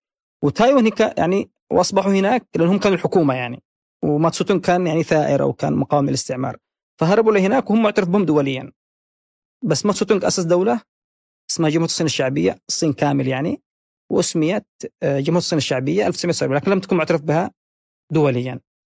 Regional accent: Yemen; إحنا عندنا في اليمن

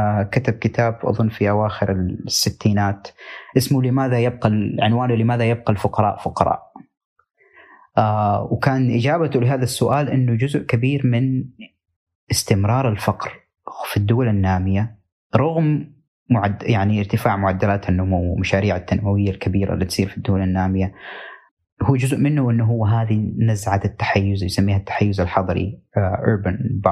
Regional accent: Saudi Arabia; عندنا في السعودية

